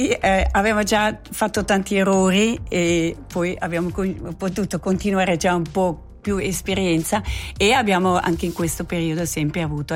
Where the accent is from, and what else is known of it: Zurich, Switzerland; born or raised there